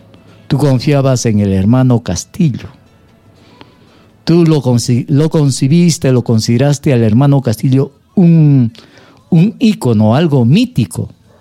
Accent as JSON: {"language": "Spanish", "country": "Peru", "said": "nosotros no somos, pues, los peruanos o los América Latinos"}